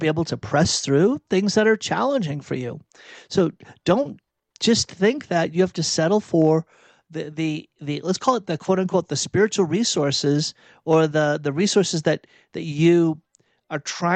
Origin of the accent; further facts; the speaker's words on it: Burlington, Massachusetts, United States; Let me go back to my growing up in Burlington, Massachusetts stories and connect that to your life of faith and mine as well.